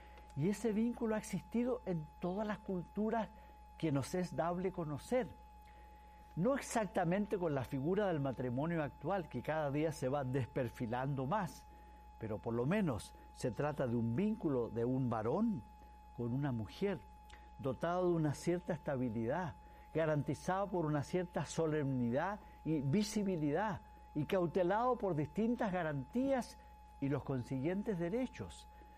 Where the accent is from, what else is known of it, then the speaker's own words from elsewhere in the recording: Chile; En mi país, Chile